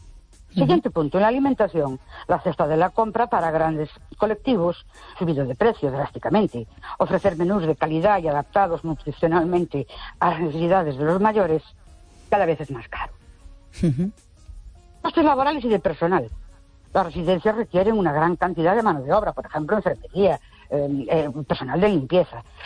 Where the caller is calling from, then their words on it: Ourense, Galicia, Spain; de Ourense.